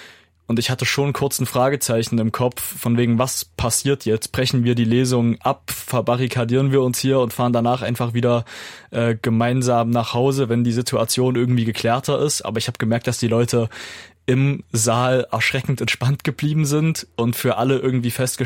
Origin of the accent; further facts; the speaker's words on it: Zwickau, Saxony, Germany; ich als Zwickauer